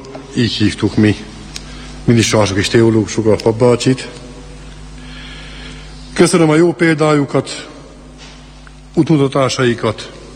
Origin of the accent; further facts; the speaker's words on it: Miercurea Ciuc, Harghita, Romania; Így gyermekeskedtem Csíkszeredában, a falázban nőttem fel, ahogy mi neveztük.